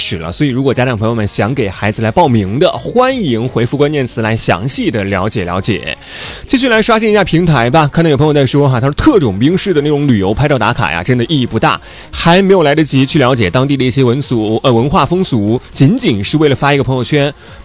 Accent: Sichuan, China; 我老家四川也很多

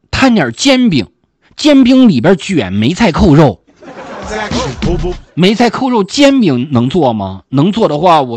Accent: Shandong, China; 可能山东人这个口味，哎，跟其他地方的口味它不太一样

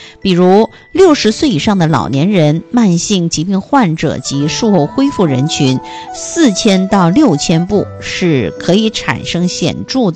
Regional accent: China; 我们中国人

